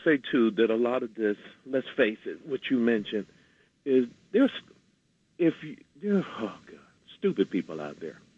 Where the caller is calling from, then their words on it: New York City, New York, United States; calling in from Queens.